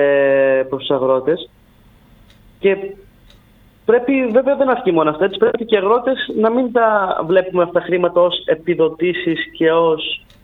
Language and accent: Greek; Volos, Thessaly, Greece; Άλλο σημαντικό θέμα που μας είπαν όταν είπαμε ότι είμαστε από τη Θεσσαλία και από το Βόλο.